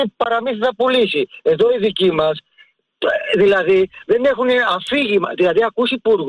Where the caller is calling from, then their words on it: Ilioupoli, Attica, Greece; είμαι από Ηλίουπολη.